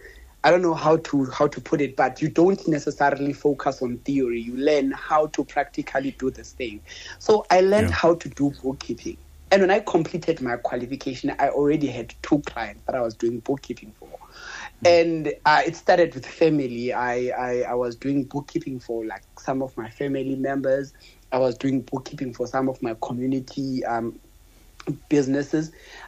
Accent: Queenstown, Eastern Cape, South Africa; moved away as an adult; also born or lived in Port Elizabeth; I'm originally from Queenstown.

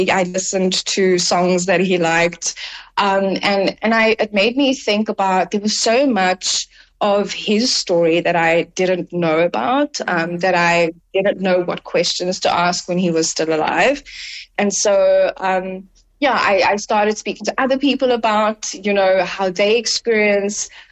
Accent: Delft, Western Cape, South Africa; So I grew up in Roosendaal in Delft. So depending on where you are, on the Cape Flats.

